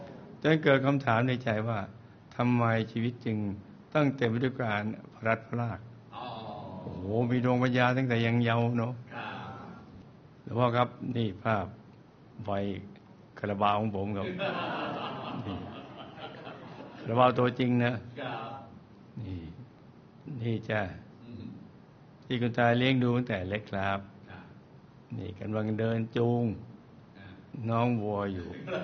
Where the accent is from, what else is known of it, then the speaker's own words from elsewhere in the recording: Khon Kaen, Thailand; also born or lived in Phetchabun; หลวงพ่อครับผมเกิดได้ไม่นานครอบครัวก็ย้ายมาปักหลักที่ขอนแก่นชีวิตวัยเด็กของผม